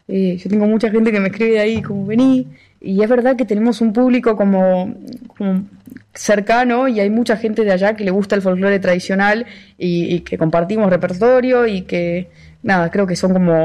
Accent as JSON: {"language": "Spanish", "region": "Buenos Aires", "country": "Argentina", "tie": "born there", "said": "yo soy de acá de Buenos Aires."}